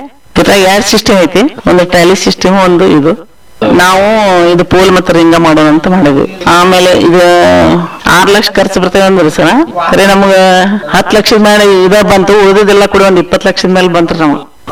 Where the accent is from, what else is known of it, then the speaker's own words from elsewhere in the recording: Metal, Karnataka, India; ನಮ್ಮ ಊರು ಮೇಟಾಲ್, ಮೇಟಾಲ್ ಗ್ರಾಮದ ವಾಸಿ ಇರುತ್ತೇನೆ.